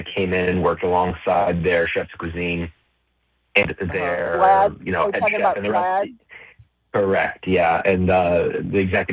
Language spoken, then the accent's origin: English; Canada; No, man, I'm from